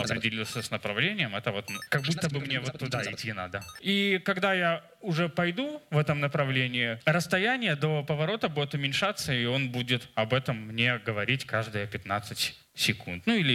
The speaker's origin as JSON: {"language": "Russian", "region": "Minsk", "country": "Belarus", "tie": "born or raised there", "said": "это же все-таки Минск, мой родной город"}